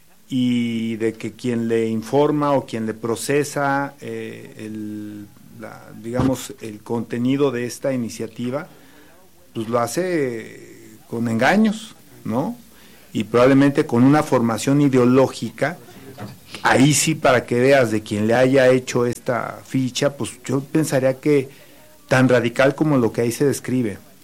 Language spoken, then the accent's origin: Spanish; Querétaro, Mexico; no soy de la Ciudad de México, ¿eh? Mi familia, no solamente yo, sino mi familia, mis antecesores, mis ancestros, son más queretanos que...